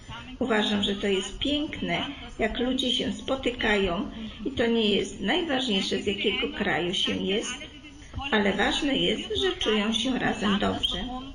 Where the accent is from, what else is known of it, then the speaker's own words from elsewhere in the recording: Croatia; Polish is a second language; moved away; Ja pochodzę z Chorwacji i dobrze wiem, jak to jest, kiedy trzeba rozpoczynać życie w nowej ojczyźnie.